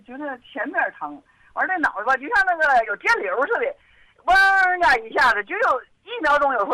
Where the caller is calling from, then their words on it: Liaoyang, Liaoning, China; 我是辽阳的。